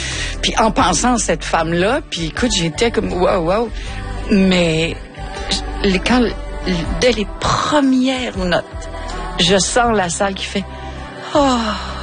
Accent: Longueuil, Quebec, Canada; 2 octobre à Longueuil, chez moi à Longueuil.

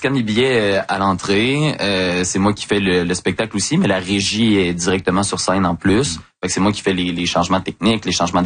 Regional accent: Lévis, Quebec, Canada; c'est le premier endroit où j'ai travaillé à Québec après avoir passé toute mon enfance à Lévis

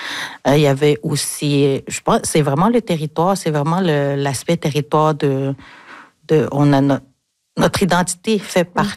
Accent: Quebec, Canada

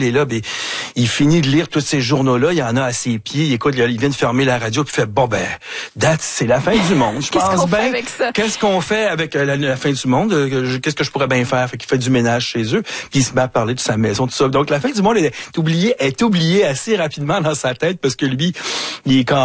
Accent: Montreal, Quebec, Canada; Je suis un vrai Montréalais né ici. J'ai jamais traversé les ponts, mais je suis presque, tu sais. Je suis toujours sur l'île.

